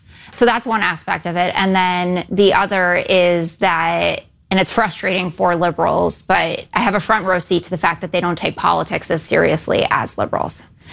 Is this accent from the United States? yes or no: yes; New York City, New York, United States; born or raised there